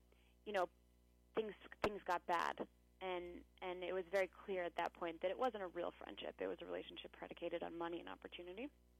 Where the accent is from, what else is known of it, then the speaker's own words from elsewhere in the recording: Colorado, United States; I grew up in Colorado. I grew up in a family that really believed in, you know, morals and values